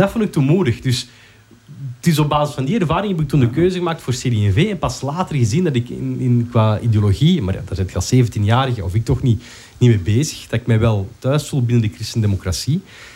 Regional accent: Schilde, Flanders, Belgium; now in Antwerp, Belgium; Ik woon nu in Antwerpen, maar ik ben opgegroeid in Schilde.

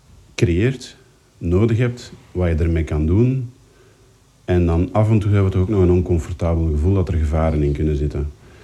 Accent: Belgium

